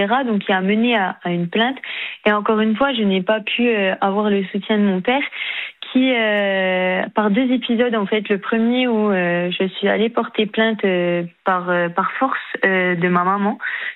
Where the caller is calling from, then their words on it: Bourgogne-Franche-Comté, France; accent: petit accent de l'Est; Je viens de l'Est, de Bourgogne-Franche-Comté.